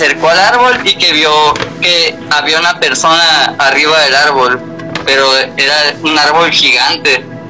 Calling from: Guaymas, Sonora, Mexico; Yo soy de Guaymas, Sonora.

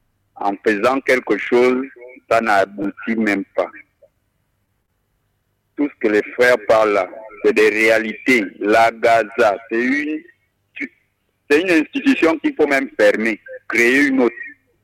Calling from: Kango, Estuaire, Gabon; Oui, le Gabonais du Komo Kango.

